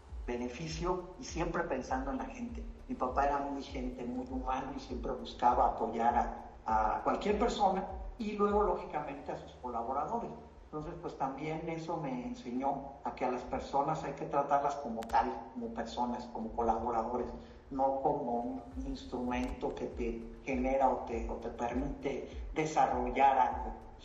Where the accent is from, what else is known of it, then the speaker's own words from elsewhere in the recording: Uruapan, Michoacán, Mexico; also born or lived in Zamora; Nací en Zamora, Michoacán, en el 1971, pero mis padres migraron a la ciudad de Uruapan cuando yo tenía 6 años. Entonces, pues yo me considero uruapense, pero sigo siendo michoacán.